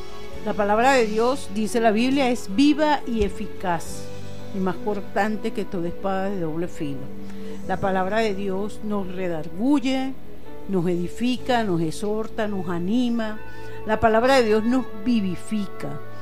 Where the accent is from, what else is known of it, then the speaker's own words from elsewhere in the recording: Venezuela; por nuestra nación, por Venezuela